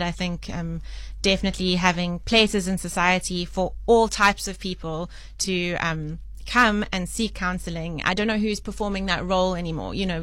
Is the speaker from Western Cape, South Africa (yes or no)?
yes; Bellville, Western Cape, South Africa; now in Johannesburg, South Africa; growing up in Bellville, it's the kind of place that no one really writes about